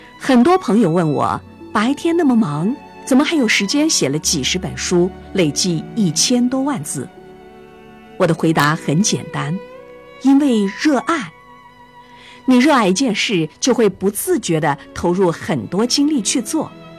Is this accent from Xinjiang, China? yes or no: yes; Changji, Xinjiang, China; born there; moved away as an adult; also born or lived in Wuhan; now in Beijing, China; 我出生在新疆天山脚下的昌吉市，父母是支边青年，上世纪50年代从河南来到新疆。生在新疆